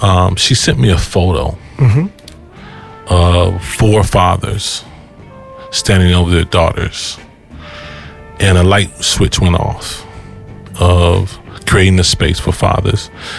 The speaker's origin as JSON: {"language": "English", "town": "East Chicago", "region": "Indiana", "country": "United States", "moved": "as an adult", "lives_now": "Minneapolis, United States", "said": "I'm originally from Indiana, East Chicago, Indiana."}